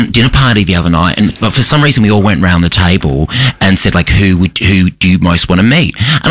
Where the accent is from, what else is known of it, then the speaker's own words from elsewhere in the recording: Perth, Western Australia, Australia; Because I grew up in Perth in the same in Julie Bishop's electorate